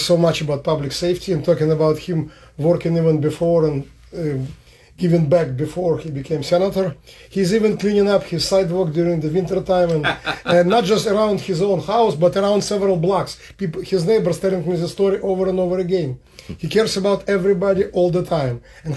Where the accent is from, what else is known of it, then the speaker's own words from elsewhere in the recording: Minsk, Belarus; English is a second language; now in United States; I came from Minsk, Belarus in 1993.